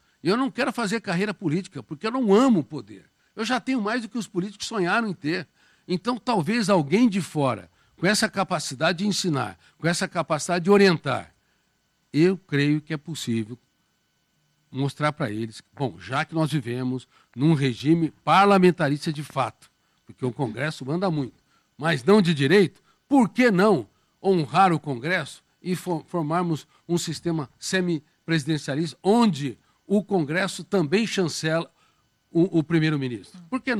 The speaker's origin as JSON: {"language": "Portuguese", "town": "Colina", "region": "São Paulo", "country": "Brazil", "tie": "born there", "said": "na minha querida cidade, onde eu nasci, Colina."}